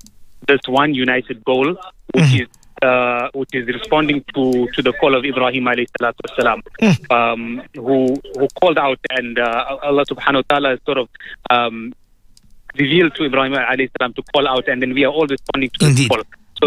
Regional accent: Durban, KwaZulu-Natal, South Africa; I'm from Durban.

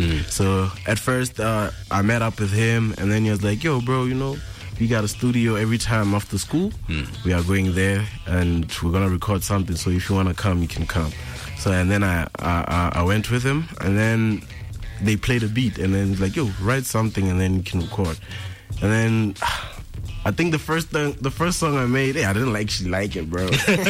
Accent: Gaborone, South-East District, Botswana; also born or lived in Tutume; Yeah, I grew up in Gabs.

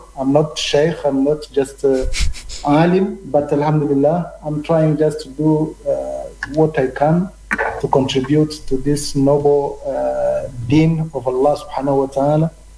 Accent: Kirundo Province, Burundi; from Burundi, East Africa, in one province called Kirundo.

